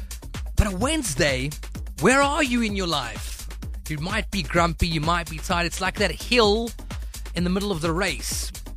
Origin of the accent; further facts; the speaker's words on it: Bedfordview, Gauteng, South Africa; I'm from Bedford View, yes.